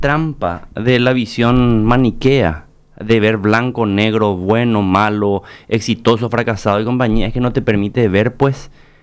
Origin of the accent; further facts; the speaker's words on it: El Colorado, Formosa, Argentina; born there; moved away; Yo nací en un pueblo llamado El Colorado, República Argentina.